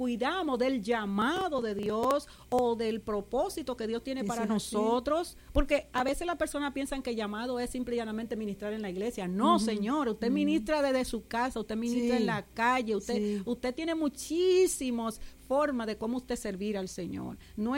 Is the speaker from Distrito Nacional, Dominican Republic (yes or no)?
yes; Santo Domingo, Distrito Nacional, Dominican Republic; moved away as an adult; now in Virgin Islands; yo soy de República Dominicana, la capital, Santo Domingo. Vine a las Islas Vírgenes en el 1999, a finales.